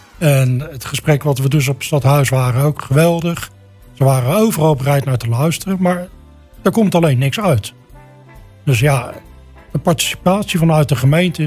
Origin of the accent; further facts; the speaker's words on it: Leiden, South Holland, Netherlands; Ik ben zelf geboren in Leiden. Ik woon mijn hele leven ook al in Leiden. Ik woon nu gelukkig in een buitenwijk.